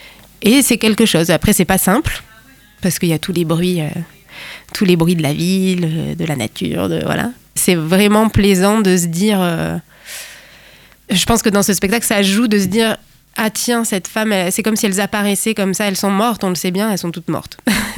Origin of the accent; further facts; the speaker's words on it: Toulouse, Occitanie, France; now in Rennes, France; moi je suis toulousaine et je viens du Mirail, un quartier populaire, j'ai grandi toute mon enfance là-bas. De deux, dans ma vie personnelle, je déménage à Maurepas, il se trouve, dans 15 jours.